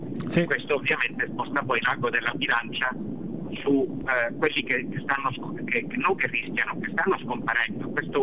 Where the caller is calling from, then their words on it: Sicily, Italy; parlo da siciliano